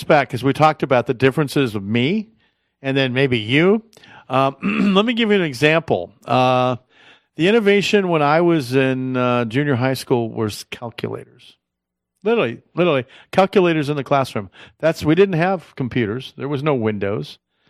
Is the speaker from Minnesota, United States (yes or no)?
no; San Bernardino, California, United States; So I grew up in the San Bernardino Unified School District, and I went to Cal State Fullerton and also went to Cal State San Bernardino, San Bernardino Valley College, San Bernardino High School